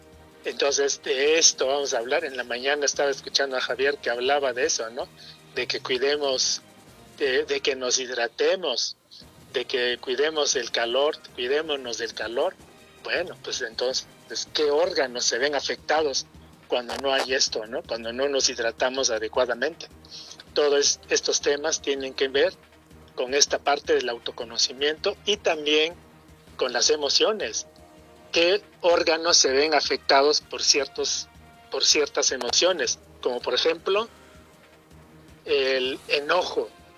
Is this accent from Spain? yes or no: no; Oaxaca, Mexico; now in Tlaxiaco, Mexico; yo soy de la Sierra Norte, Sierra Juárez, pero tengo casi 35 años aquí en Tlaxiaco